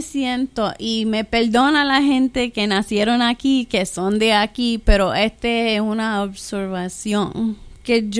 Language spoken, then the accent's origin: Spanish; Puerto Rico; Yo no nací aquí, pero yo soy puertorriqueña. Y mis padres nacieron en Puerto Rico, pero siempre fue que mi papá tenía mucho orgullo de Puerto Rico. Y yo crecí viajando a Puerto Rico.